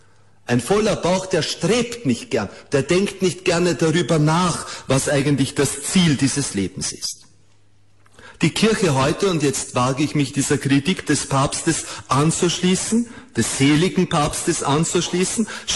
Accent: Vienna, Austria; born there; In Wien, wir Wiener, ich bin ein gebürtiger Wiener

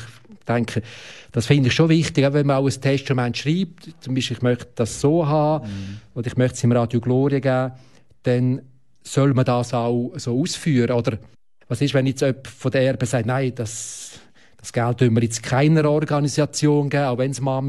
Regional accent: Switzerland; wir als Schweizer, unsere Gesellschaft, tut für die Zukunft Vorsorge.

